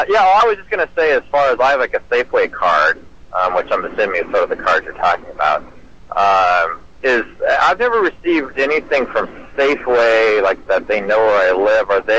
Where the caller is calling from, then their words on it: Spokane County, Washington, United States; I live in Spokane County